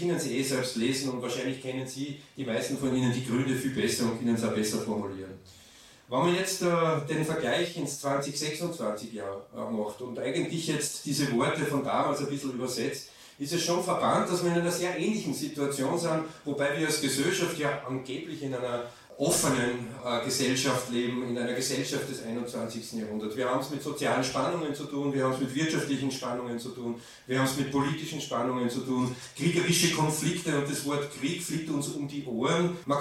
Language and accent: German; Aigen-Schlägl, Upper Austria, Austria; dass dort, wo ich herkomme, aus Eigenschlägel, Nebenerwerbsbauern sind